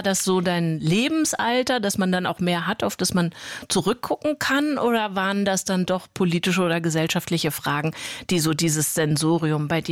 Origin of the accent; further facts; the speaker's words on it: Hesse, Germany; Aber ich war die mit dem Dialekt, weil da dann vielleicht doch so Hessen mal hier und da grüßen lässt.